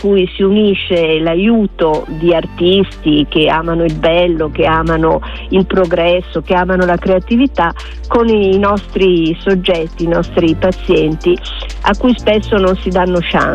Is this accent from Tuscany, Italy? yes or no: no; Milan, Lombardy, Italy; io sono milanese